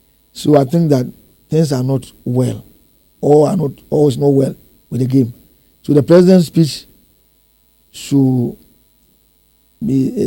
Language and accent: English; Asamai, Ashanti, Ghana; Well, I am from Asamai, and we are Mwasi.